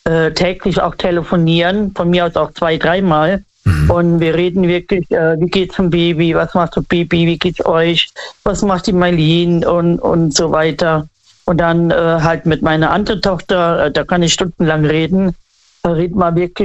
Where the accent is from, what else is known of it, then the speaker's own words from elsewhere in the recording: Idar-Oberstein, Rhineland-Palatinate, Germany; Ja, ich komme aus Idar-Oberstein.